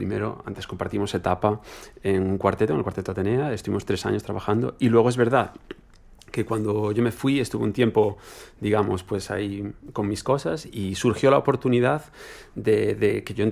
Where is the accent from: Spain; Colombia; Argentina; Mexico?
Spain; Catalonia; Es que yo soy catalán, entonces era claro. Era mi zona, entonces les podía invitar a mi casa